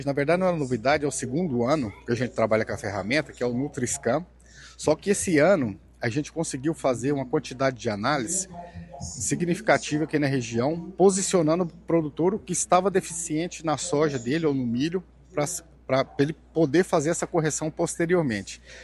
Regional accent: Goiás, Brazil; moved away as an adult; now in Roraima, Brazil; Você é minha terceira safra aqui, eu sou de Goiás, mas já tenho uma filha que nasceu aqui e tem mais outro agora que está para vir

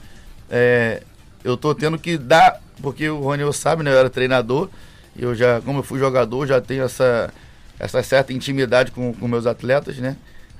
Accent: Rio de Janeiro, Brazil; moved away as an adult; now in Boa Vista, Brazil; Sou carioca, né? Vim do Rio de Janeiro, mas eu vou fazer 6 anos aqui em Boa Vista.

